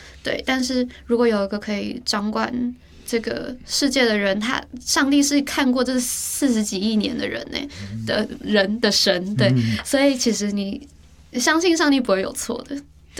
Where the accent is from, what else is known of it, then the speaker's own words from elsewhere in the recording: Taiwan; 为了要给我们台湾人看